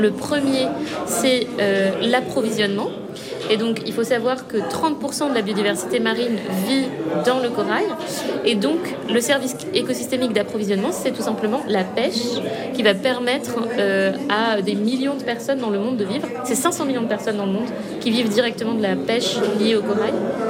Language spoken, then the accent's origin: French; Madagascar; Je suis née à Madagascar, j'y ai grandi et j'ai la chance d'avoir une mère qui vient du nord-ouest où il y a un très bel archipel qui s'appelle Nosy Be.